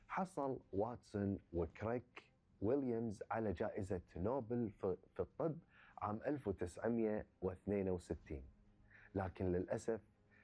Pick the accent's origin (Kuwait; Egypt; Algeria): Kuwait; ديرتنا الكويت